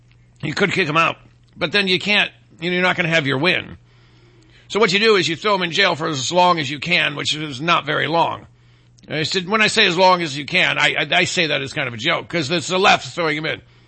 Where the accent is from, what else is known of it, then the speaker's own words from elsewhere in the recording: Michigan, United States; from my home state of Michigan.